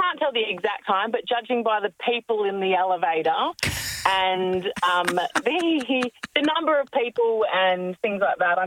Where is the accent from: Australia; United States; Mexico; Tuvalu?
Australia; Perth, Western Australia; obviously I'm from Perth, so, you know, travelling to Melbourne.